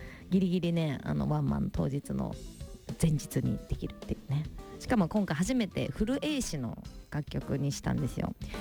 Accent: Hyuga, Miyazaki, Japan; moved away; 私の地元宮崎県日向市にてライブやらせていただきます。

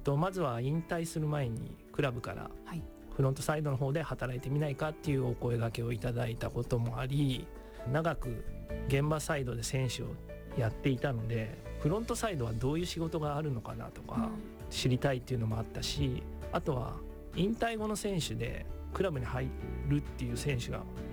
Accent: Mie, Japan; moved away; 僕三重県出身なんですけども、四日市中央工業っていう地元ではサッカーが強い強豪校で有名なんですけど

